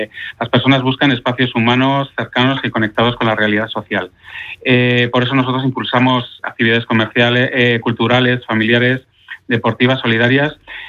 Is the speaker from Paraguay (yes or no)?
no; Vitoria-Gasteiz, Basque Country, Spain; moved away; Para mí también es una vuelta a casa porque yo soy de Vitoria.